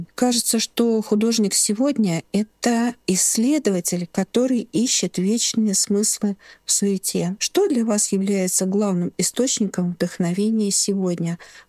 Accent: Moscow, Russia; И даже то, что вы приехали из Санкт-Петербурга, а я из Москвы, и мы встретились с вами в третьем городе

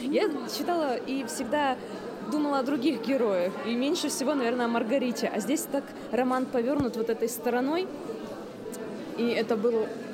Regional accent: Verkhnyaya Pyshma, Sverdlovsk Oblast, Russia; Да, я приехала из Верхней Пышмы.

